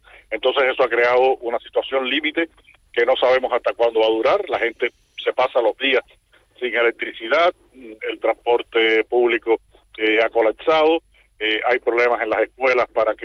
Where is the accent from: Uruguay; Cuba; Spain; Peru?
Cuba; born there; tenemos nuestras madres en Cuba, tenemos la casa que construimos entre los dos. La casa es una ampliación de la casa en la que yo nací, y en Cuba yo tengo los temas de mi literatura, los personajes, incluso tengo las palabras.